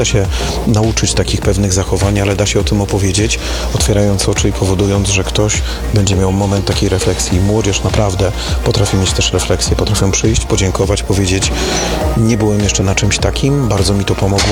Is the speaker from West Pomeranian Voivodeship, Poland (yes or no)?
no; Radom, Masovian Voivodeship, Poland; mem z mojego rodzinnego miasta, mem chytrej baby z Radomia